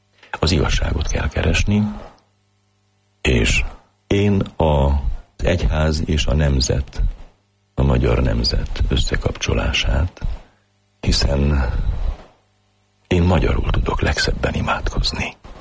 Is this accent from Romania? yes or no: yes; Păușa, Bihor, Romania; Bihar megyében Poklostelken nevelkedtem. Földművelő paraszt emberek gyermeke vagyok. Nagyon szép gyerekkorom volt. Nagy szüleim imádtak. Én is őket. Sokat voltam náluk. Egy poros kisfalu az. Akkor még teljesen magyar falu volt. Nem is tudott ott más nyelven senki.